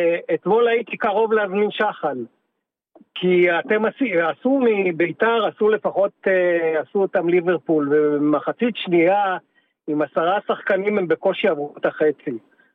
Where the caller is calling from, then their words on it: Central Israel, Israel; אני מהמרכז.